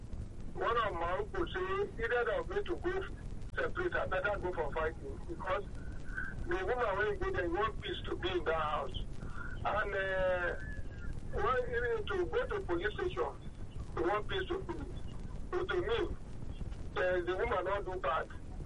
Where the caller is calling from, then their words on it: Ikeja, Lagos, Nigeria; I'm from Ikeja.